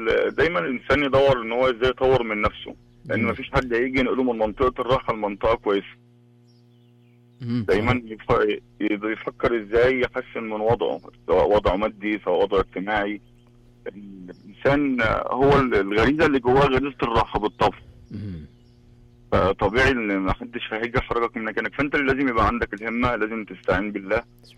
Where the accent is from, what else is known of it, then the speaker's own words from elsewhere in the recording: Egypt; now in Riyadh, Saudi Arabia; أنا من مصر.